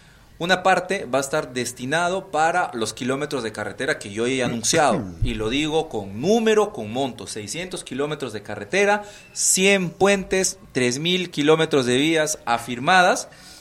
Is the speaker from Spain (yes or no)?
no; San Martín, Peru; somos una región amazónica y que somos el pulmón del Perú, de la Amazonía peruana